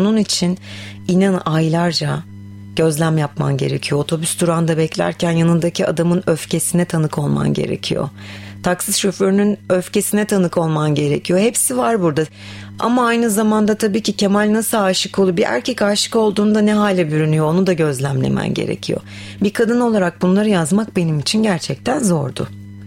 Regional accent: Samsun, Turkey; Ben doğma büyüme Samsunluyum.

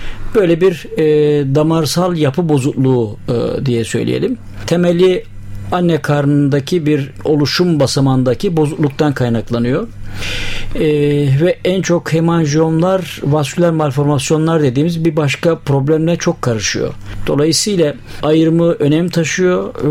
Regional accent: Nazilli, Aydın, Turkey; born there; moved away as an adult; now in Ankara, Turkey; Ben 1955 yılı Nazilli Güzelköy, Aydın doğumluyum. 73-74 yıllarında Ankara'ya geldim. O yıllardan beri Ankara'dayım.

